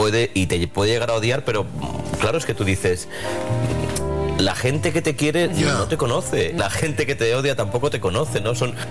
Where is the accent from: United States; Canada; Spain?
Spain; Badalona, Catalonia; now in Madrid, Spain; nací en Badalona, estoy orgullosísimo. Me sale la vena muy catalana en Madrid.